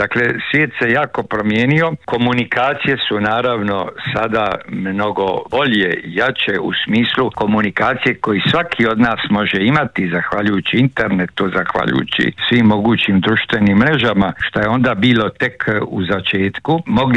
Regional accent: Croatia; now in Split, Croatia; sad ne govorim mi kao Hrvati ili ovdje sad u Splitu

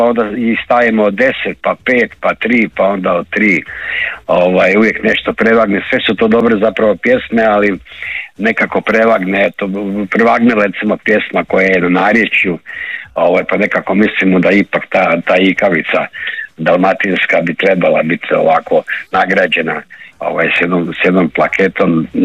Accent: Croatia; Kod nas u Hrvatskoj

